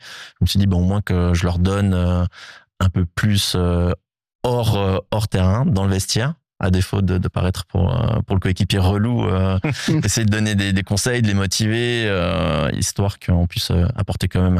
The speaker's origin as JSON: {"language": "French", "country": "Switzerland"}